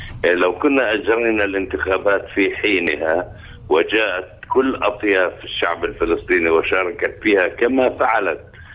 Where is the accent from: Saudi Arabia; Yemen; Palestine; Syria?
Palestine; ونحن قبل العالم كفلسطينيين نحتاج إلى ذلك